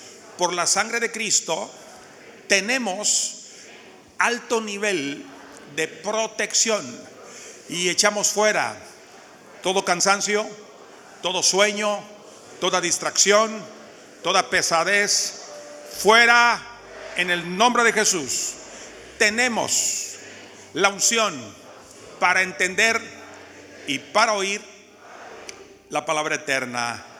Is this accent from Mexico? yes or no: yes; Mexico; yo soy de México